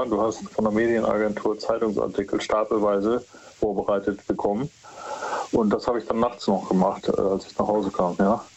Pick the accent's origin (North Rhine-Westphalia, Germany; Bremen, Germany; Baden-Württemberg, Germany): Baden-Württemberg, Germany; Stuttgart; ich komme aus Stuttgart und da gibt es viele Staffeln